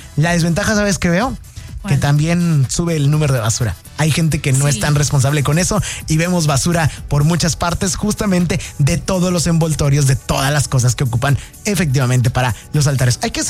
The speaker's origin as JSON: {"language": "Spanish", "country": "Mexico", "said": "los mexicanos somos a cortar todo."}